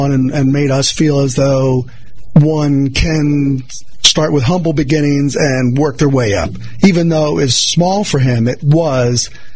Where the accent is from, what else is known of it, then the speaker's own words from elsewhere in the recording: Lititz, Pennsylvania, United States; Okay, well, we were from Lititz originally, obviously born and raised in Lititz, Pennsylvania.